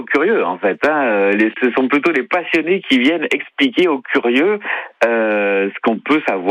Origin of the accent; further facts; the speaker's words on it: Collioure, Occitanie, France; moved away as an adult; now in Paris, France; c'est là d'où je suis. J'ai grandi ici.